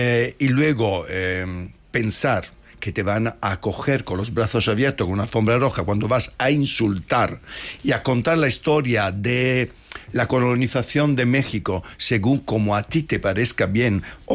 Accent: Community of Madrid, Spain; lo digo como madrileño.

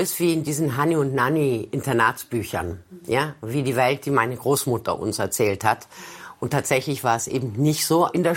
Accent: Italy; Ich bin ja in Italien aufgewachsen und da war meine Mutter ja die Straniera.

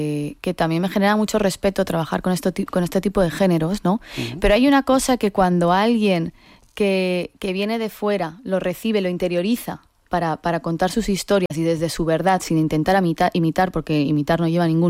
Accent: Spain; yo como española de la meseta

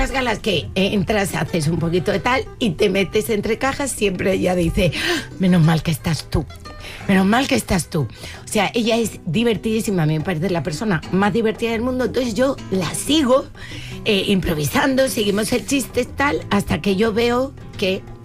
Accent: Canary Islands, Spain; yo soy canaria.

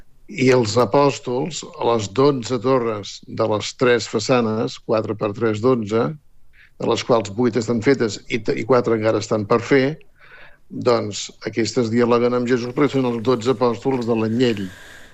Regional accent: La Selva del Camp, Catalonia, Spain; born there; jo sóc fill de la Selva del Camp

